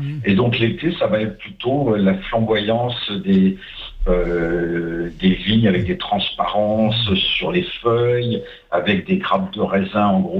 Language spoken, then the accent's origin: French; Grand Est, France; now in Saint-Gély-du-Fesc, France; chez moi en Champagne